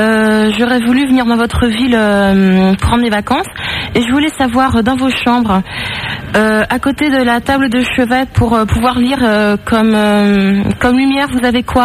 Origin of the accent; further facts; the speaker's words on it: Toulouse, Occitanie, France; Toulouse.